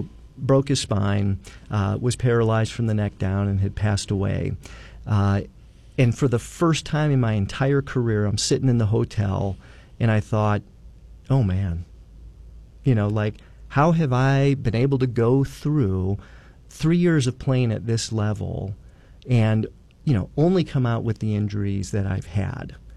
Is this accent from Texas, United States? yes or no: yes; Dallas, Texas, United States; born there; And my dad had left the Cowboys, but I was born in Dallas. Dallas, and you know, we moved around a lot.